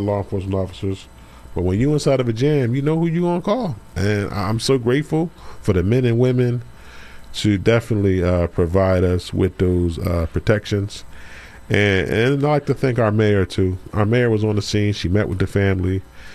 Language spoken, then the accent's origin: English; Philadelphia, Pennsylvania, United States; I'm from, born and raised in West Philadelphia